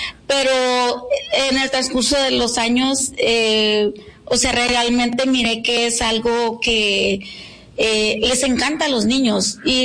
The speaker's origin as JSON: {"language": "Spanish", "town": "Ejido Hermosillo", "region": "Baja California", "country": "Mexico", "moved": "yes", "said": "Ok, yo soy del Valle de Mexicali. Del Ejido Hermosillo. Me vine aquí en el año 92"}